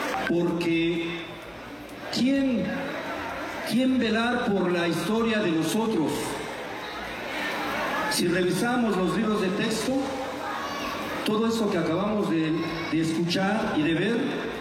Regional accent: Tlaxiaco, Oaxaca, Mexico; somos tres veces heroica ciudad de Tlaxiaco.

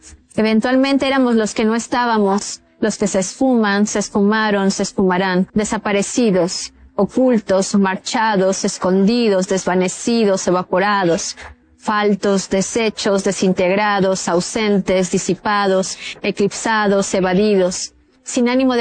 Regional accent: Mexico; soy escritora mexicana

